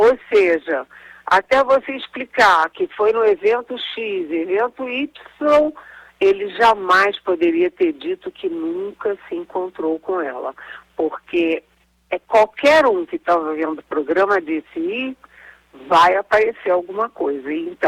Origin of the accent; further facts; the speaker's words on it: Rio de Janeiro, Brazil; Eu que sou carioca, falo de cabeça para baixo.